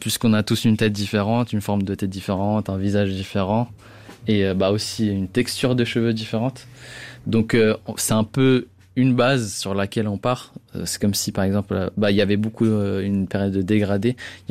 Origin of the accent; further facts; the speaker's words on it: Geneva, Switzerland; j'ai 23 ans, je suis de Genève et j'ai commencé un peu à toucher au monde de la coiffure en 2016 quand j'avais 14 ans.